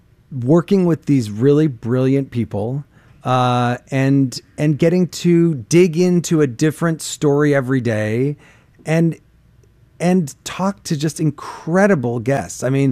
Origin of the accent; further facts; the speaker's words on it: Illinois, United States; I'm from Central Illinois, and it was about the geographic middle.